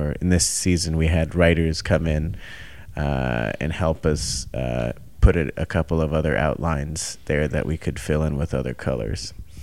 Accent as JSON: {"language": "English", "town": "Scottsdale", "region": "Arizona", "country": "United States", "tie": "born or raised there", "moved": "yes", "lives_now": "New York, United States", "said": "I grew up in Scottsdale."}